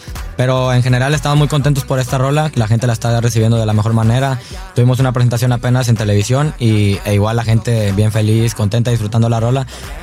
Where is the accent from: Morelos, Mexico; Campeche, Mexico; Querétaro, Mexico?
Morelos, Mexico; soy de Morelos.